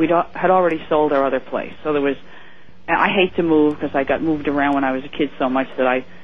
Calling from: Woodbridge, New Jersey, United States; from Woodbridge, New Jersey.

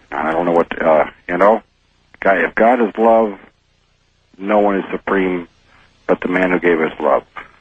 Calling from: Tallmadge, Ohio, United States; I'm calling from Talmadge, Ohio.

